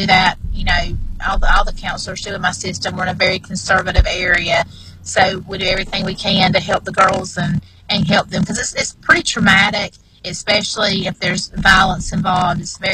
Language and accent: English; Georgia, United States; born or raised there